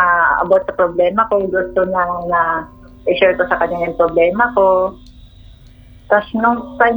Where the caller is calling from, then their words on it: Taguig, Metro Manila, Philippines; ng Taguig.